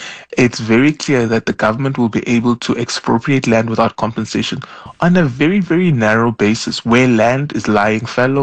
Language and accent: English; South Africa; as South African people.